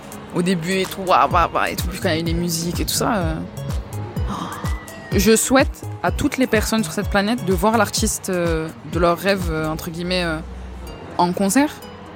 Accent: Marseille, Provence-Alpes-Côte d'Azur, France; Je suis marseillais, je peux pas le.

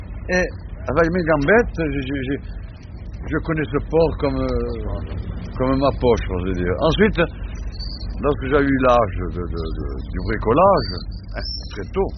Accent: Marseille, Provence-Alpes-Côte d'Azur, France; born there; Non, moi je suis né à Marseille.

